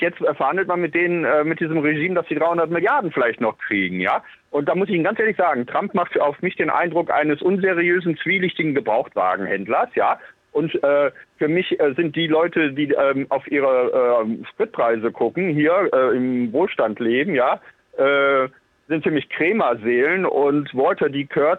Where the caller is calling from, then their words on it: North Rhine-Westphalia, Germany; wie man hier am Niederrhein sagt.